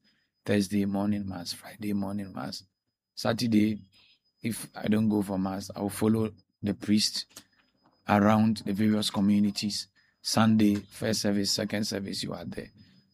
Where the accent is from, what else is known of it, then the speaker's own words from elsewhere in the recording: Cape Coast, Central Region, Ghana; And I've been around, albeit traveled down and up, but Cape Coast has always been my base.